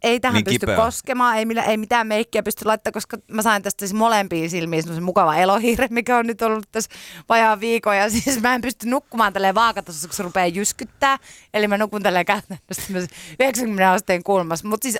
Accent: Hankasalmi, Central Finland, Finland; tuolla meillä päin Hankasalmella

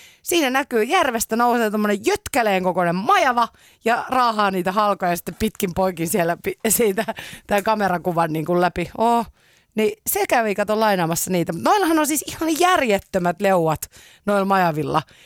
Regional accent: Helsinki, Uusimaa, Finland; helsinkiläisenä

